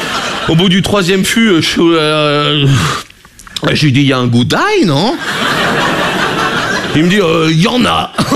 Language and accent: French; Brittany, France; Je suis breton, hein. Moi, j'ai été accepté en Bretagne.